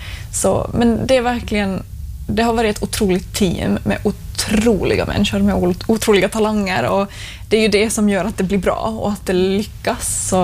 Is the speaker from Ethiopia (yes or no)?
no; Finland; moved away as an adult; now in Gothenburg, Sweden; jag var hemma i Finland på liksom sommarlov